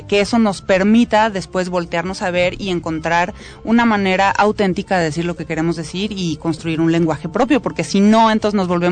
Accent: Guadalajara, Jalisco, Mexico; now in Mexico City, Mexico; El sitio, a pesar de que yo soy de Guadalajara, el sitio donde empecé a componer fue aquí en la Ciudad de México.

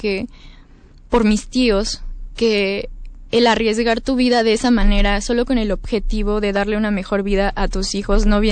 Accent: San José Iturbide, Guanajuato, Mexico; San José Iturbide, Guanajuato, de donde yo soy, de donde es mi familia materna

